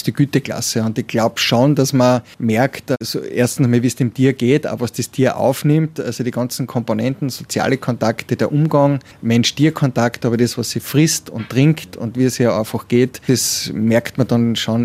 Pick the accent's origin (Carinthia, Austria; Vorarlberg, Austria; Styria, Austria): Styria, Austria; moved away; Also meine Frau ist überhaupt aus Wien. Ich komme aus der Steiermark und wir haben uns ein besonderes Platzerl gesucht und bei uns am Millstätter See gefunden.